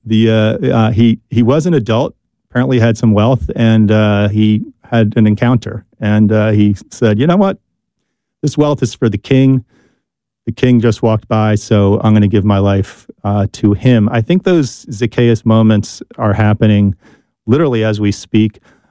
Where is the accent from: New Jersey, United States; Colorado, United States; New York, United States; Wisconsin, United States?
New Jersey, United States; And I grew up in New Jersey.